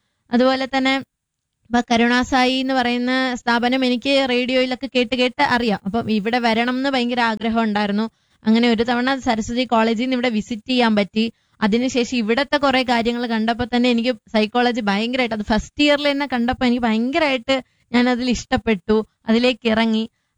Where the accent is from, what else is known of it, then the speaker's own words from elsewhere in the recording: Vattiyoorkavu, Kerala, India; എന്റെ സ്ഥലം വട്ടിയൂർക്കാവാണ്